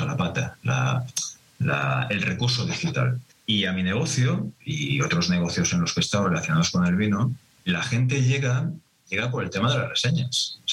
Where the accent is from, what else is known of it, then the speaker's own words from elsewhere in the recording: Madrid, Community of Madrid, Spain; born there; moved away; Yo recuerdo cuando empecé en Madrid. O yo nací en Madrid, no tengo acento cordobés, lógicamente, como podéis observar. Yo empecé trabajando en Madrid, pues eso, en los años 90, un poquito antes.